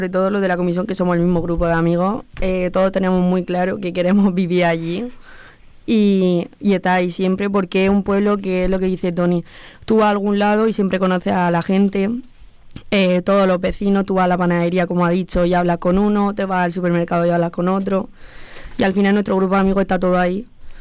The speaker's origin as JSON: {"language": "Spanish", "town": "Molina", "country": "Spain", "said": "yo soy de aquí, de Molina, y yo llegué a la Torre Alta de 5 años porque me echó un novio de allí."}